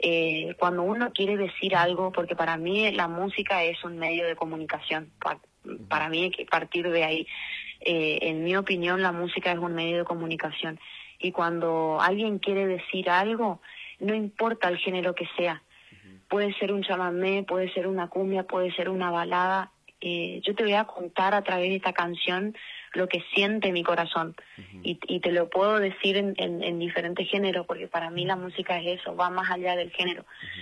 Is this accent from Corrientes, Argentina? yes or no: yes; Corrientes, Argentina; Lo hice porque eso es lo que somos como correntinos y como argentinos.